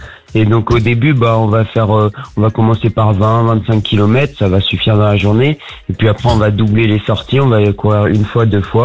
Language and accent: French; Lyon, Auvergne-Rhône-Alpes, France; Moi, je viens du côté de Lyon.